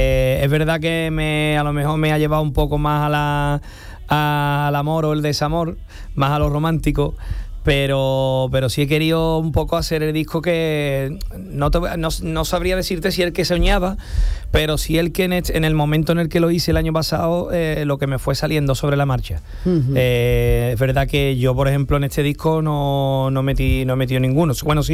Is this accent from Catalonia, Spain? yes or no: no; Cádiz, Andalusia, Spain; al teatro de mi tierra